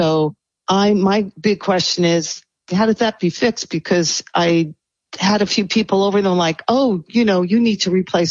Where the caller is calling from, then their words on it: San Diego, California, United States; from California in the Del Mar area in San Diego.